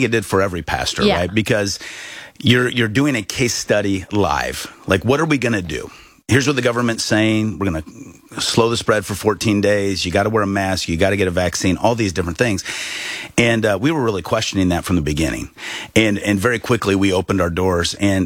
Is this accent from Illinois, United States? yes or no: yes; Peoria, Illinois, United States; born or raised there